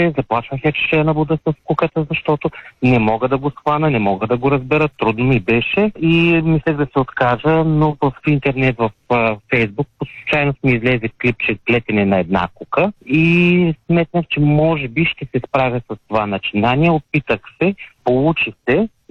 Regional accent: Ruse, Ruse Province, Bulgaria; born or raised there

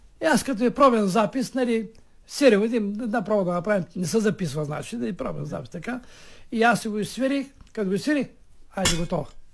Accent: Varna, Varna Province, Bulgaria; Откъде идваш? Викам от Варна.

